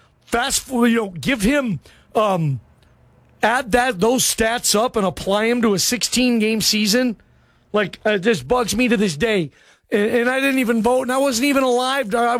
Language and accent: English; Seattle, Washington, United States; I grew up in Seattle, guys. I was going to the Kingdom as a kid for the Mariners and the Seahawks, and Husky Stadium, all that stuff.